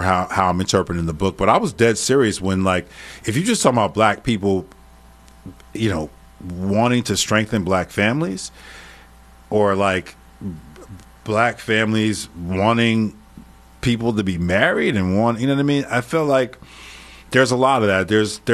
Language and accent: English; Newark, New Jersey, United States; I'm from Newark, New Jersey, right?